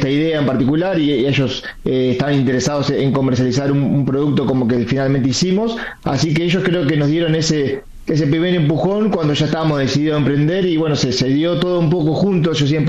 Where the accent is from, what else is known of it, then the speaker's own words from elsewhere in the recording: Jeppener, Buenos Aires Province, Argentina; born there; yo nací en Jepener, en un pueblo pequeño